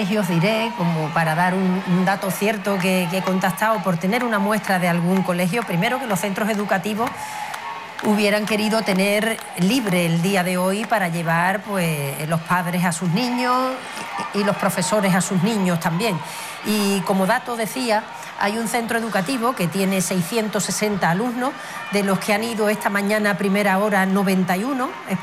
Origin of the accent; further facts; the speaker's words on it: Ceuta, Spain; es un orgullo sentirse ceutí, sentirse española